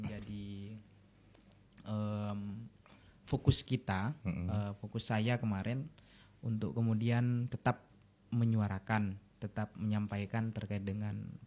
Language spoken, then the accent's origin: Indonesian; East Java, Indonesia; di bawah bukit, di bawah bukit desa saya.